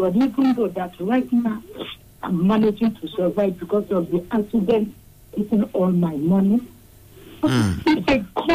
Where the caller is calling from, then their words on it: Asaba, Delta, Nigeria; from Asaba.